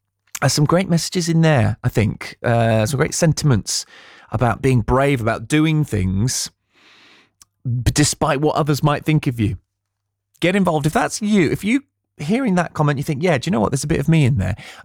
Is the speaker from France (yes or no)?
no; England, United Kingdom; we're so used to it as English football fans